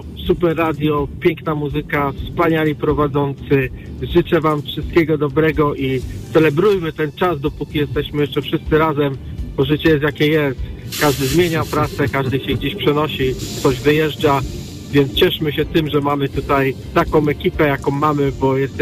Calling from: Poznań, Greater Poland Voivodeship, Poland; z Poznania z tej strony.

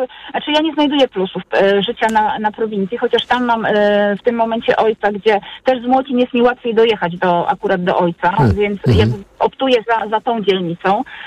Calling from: Masovian Voivodeship, Poland; Ja jestem z Mazowsza

